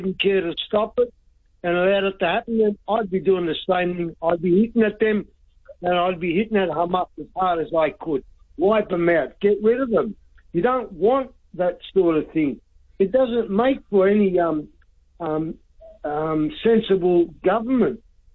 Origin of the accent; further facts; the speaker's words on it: Melbourne, Victoria, Australia; What I'm seeing is more of what I saw as a kid growing up in Melbourne, where suburbs or neighbourhoods were completely re-identified when they demolished entire blocks of houses.